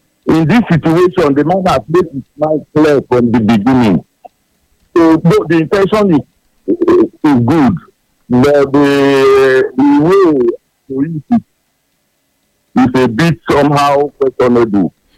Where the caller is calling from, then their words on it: Elebu, Oyo, Nigeria; from Elebu.